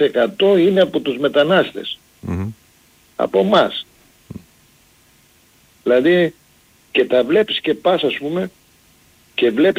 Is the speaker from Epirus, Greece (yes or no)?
yes; Epirus, Greece; Κάποτε είχε και το χωριό μου, Γαμπίκη λέγεται, είχε δήμο.